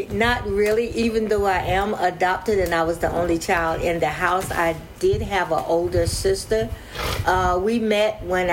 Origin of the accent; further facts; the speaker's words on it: North Carolina, United States; I was raised in North Carolina, strict, religious, all of that.